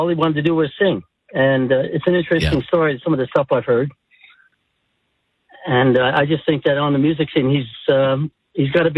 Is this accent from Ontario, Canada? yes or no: yes; Ottawa, Ontario, Canada; moved away as an adult; now in Calgary, Canada; I just want to know about Ottawa West boy. I grew up, been out here 40 years.